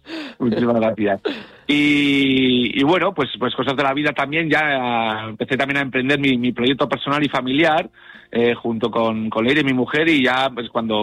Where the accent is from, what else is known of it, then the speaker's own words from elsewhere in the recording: Campezo, Basque Country, Spain; moved away; also born or lived in San Sebastián; yo procedo de, como bien has dicho, de un pueblito llamado Campezu, la montaña alavesa.